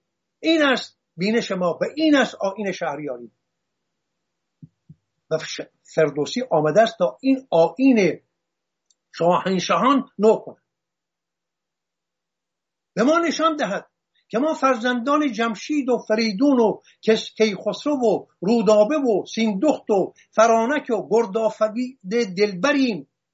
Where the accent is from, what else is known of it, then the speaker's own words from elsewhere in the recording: Hamadan, Iran; born there; در گنجنامه همدان زادگاه من